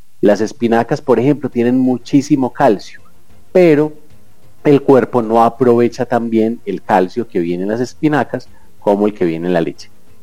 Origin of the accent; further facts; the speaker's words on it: Colombia; en Colombia tomamos en promedio 153 litros de leche cada año